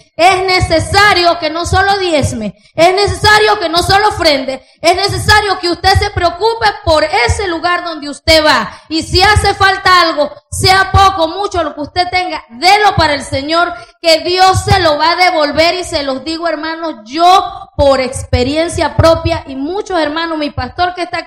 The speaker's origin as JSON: {"language": "Spanish", "town": "Volcán", "region": "Chiriquí", "country": "Panama", "said": "vengo de la congregación de Volcán, Chiriquí, Panamá."}